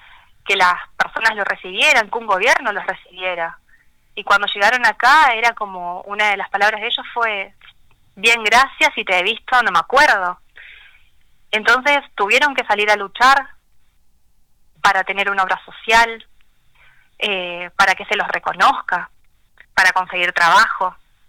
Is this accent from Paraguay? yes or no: no; Argentina; como pueblo argentino, esta causa a nosotros nos sigue interpelando.